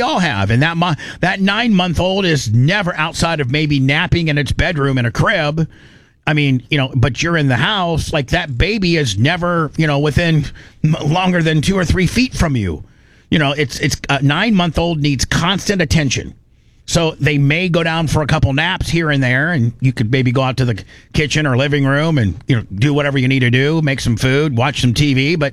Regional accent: Louisiana, United States; Man, I'm from Louisiana. I thought they were messed up, but man, this is crazy.

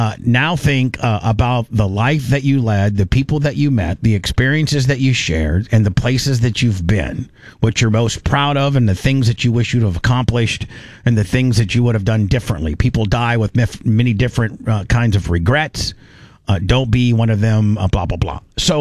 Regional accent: Indiana, United States; My idea of a great vacation is going to Indiana. And going back to my hometown and seeing my friends

